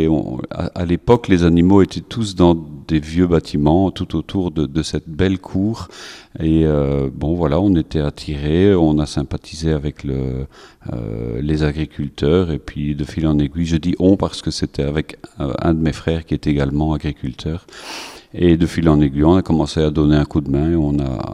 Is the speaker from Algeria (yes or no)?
no; Leuze, Wallonia, Belgium; je viens de la région de Hatte, Leuzen et Nau précisément.